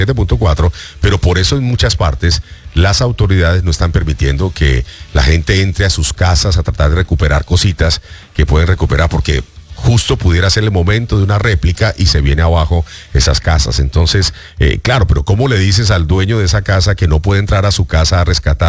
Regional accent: Colombia; yo soy colombiano y tengo que ayudar.

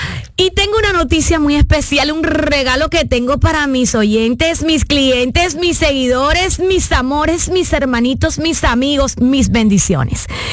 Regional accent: Cuba; moved away; soy una cubana de corazón internacional

